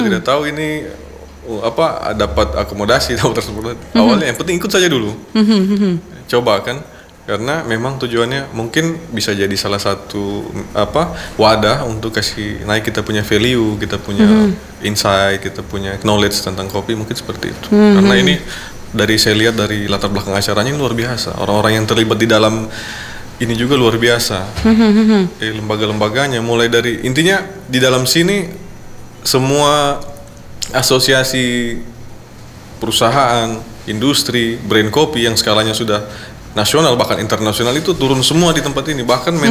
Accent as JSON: {"language": "Indonesian", "town": "Palu", "region": "Central Sulawesi", "country": "Indonesia", "said": "kita sebagai orang Palu"}